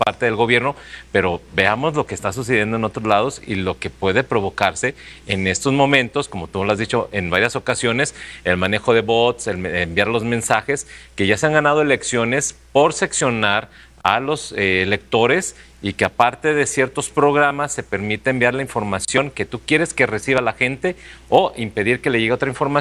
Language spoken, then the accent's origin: Spanish; Mexico; exigir como mexicanos lo que necesitamos